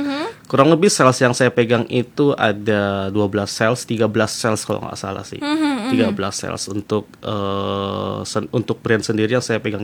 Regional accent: Jakarta, Indonesia; moved away as an adult; now in BSD, Tangerang, Indonesia; memang saya juga lahir di Jakarta. Jadi artinya dari lahir itu sudah di Jakarta

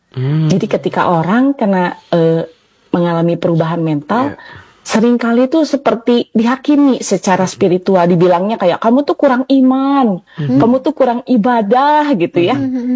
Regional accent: Bandung, West Java, Indonesia; Iya, aku dari Bandung.

